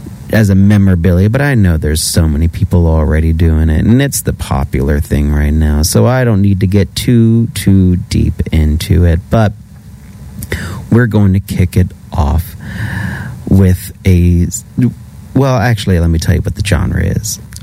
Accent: Appalachia, United States; because, you know, I'm from Appalachia, and I've met her on at least two separate occasions.

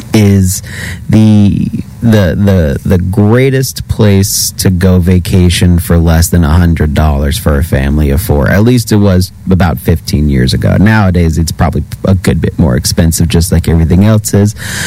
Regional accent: Appalachia, United States; because, you know, I'm from Appalachia, and I've met her on at least two separate occasions.

